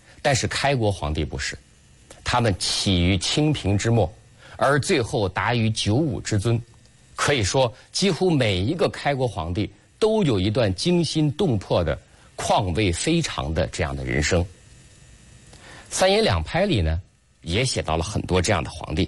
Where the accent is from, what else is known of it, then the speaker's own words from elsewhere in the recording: China; 我们中国人是怎么教育子女的？